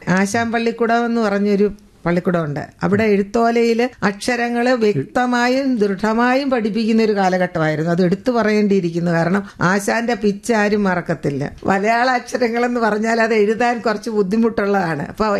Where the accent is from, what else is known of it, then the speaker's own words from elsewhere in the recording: Pallana, Kerala, India; born there; ഒരു ഗ്രാമമാണ് പല്ലന. ആലോചിച്ചാൽ ഒരു ഗൃഹാതുരത്വം ഇപ്പോഴും തോന്നുന്ന ഒരു ഗ്രാമത്തിലെ ഒരു കൊച്ചു വീട്ടിലാണ് ഞാൻ ജനിച്ചത്.